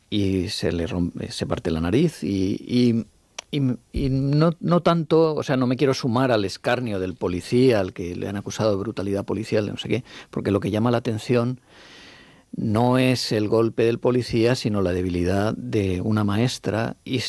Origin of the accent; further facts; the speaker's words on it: Valencian Community, Spain; y soy alicantino, o sea, valenciano.